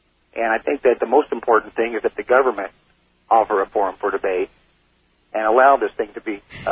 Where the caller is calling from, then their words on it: Santee, California, United States; from Santee.